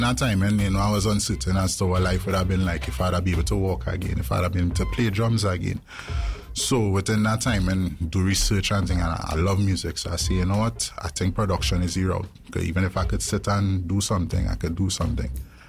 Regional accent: Tobago, Trinidad & Tobago; We grew up together in Tobago, right?

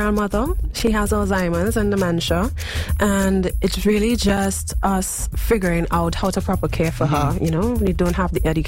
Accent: Diego Martin, Trinidad & Tobago; now in Arima, Trinidad and Tobago; Yeah, Arima. I grew up in Dingo Martin on Sawa. And then I now live in Arima.

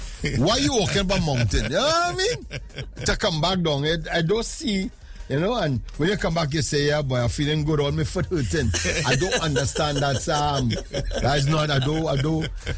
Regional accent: Venezuela; now in Trinidad and Tobago; I am also not from here. I'm from Venezuela.

